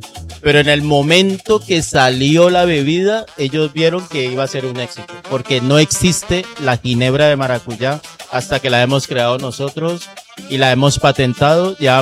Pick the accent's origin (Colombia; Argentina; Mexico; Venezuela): Colombia; moved away as an adult; now in Tarragona, Spain; Bueno, venimos desde Tarragona. Somos colombianos, llevamos 25 años aquí en España